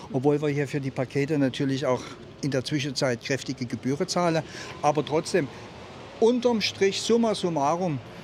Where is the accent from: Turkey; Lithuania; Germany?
Germany; moved away as an adult; now in Switzerland; Ich bin von Grund her absolut ein Deutscher durch und durch.